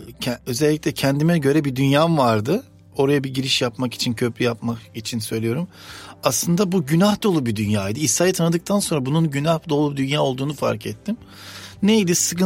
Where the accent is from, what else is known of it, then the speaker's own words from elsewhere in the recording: Istanbul, Turkey; Ben 1977 doğumluyum, İstanbul doğumluyum ve baba tarafım göçmen, Makedonyalı. Aslen Arnavutluk ve daha sonra Makedonya'ya gelmişler.